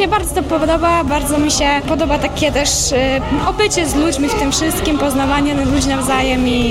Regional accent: Bydgoszcz, Kuyavian-Pomeranian Voivodeship, Poland; jestem z Bydgoszczy, spod ramienia Burs numer 1.

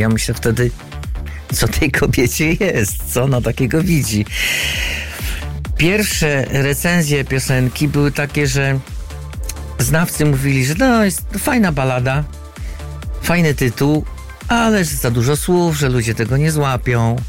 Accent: Węgorzewo, Warmian-Masurian Voivodeship, Poland; born there; also born or lived in Warsaw; now in Olsztyn, Poland; bo ja się urodziłem w ogóle w Węgorzewie, miałem tam sporo też znajomych, przyjaciół i często rowerem jeździłem z Olsztyna przez wiele lat do Węgorzewa

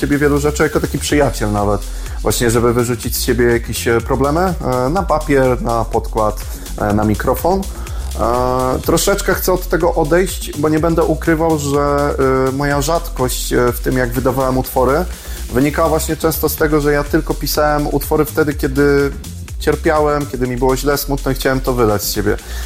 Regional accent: Kruszwica, Kuyavian-Pomeranian Voivodeship, Poland; moved away; also born or lived in Inowrocław / Toruń; Podziękowałem mojemu rodzinnemu miastu

